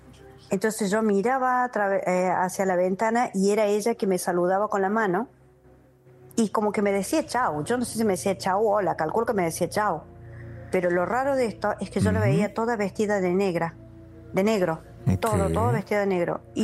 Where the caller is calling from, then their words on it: Córdoba, Argentina; Te hablo de Córdoba.